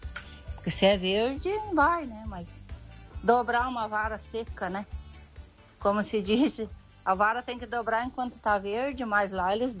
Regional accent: Rio Rufino, Santa Catarina, Brazil; now in Pinhalzinho, Brazil; E é a minha terra natal, é Rio Rufino, sim. Eu já tô há 35 anos para cá, com a Pinhalzinha, né? Morei em Serral. E é uma cidade muito boa de viver. Cidade pequena, é menor que Modelo. É bem pequenininha, poucos habitantes.

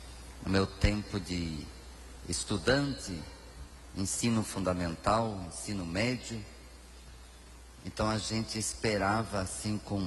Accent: Seberi, Rio Grande do Sul, Brazil; Embora eu seja gaúcho, sou gaúcho, né? Sou gaúcho. Nascido aqui, na cidade mais importante do Brasil, que é minha terra natal, não é? Então, a cidade bonita chamada Seberi, bem aí perto.

